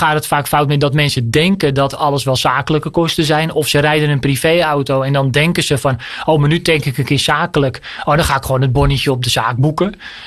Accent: North Holland, Netherlands

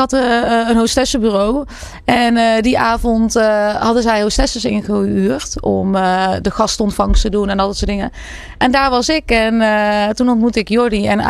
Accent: Kosovo; now in Netherlands; Want ik kom dan als sprong uit Kosovo. En bij ons word je echt heel erg geleerd van... je moet een vaste baan en je moet werk hebben.

